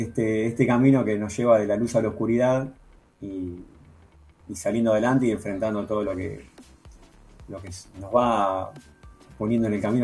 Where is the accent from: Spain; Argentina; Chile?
Argentina; San Justo, Buenos Aires Province; Soy del oeste de Buenos Aires, San Justo.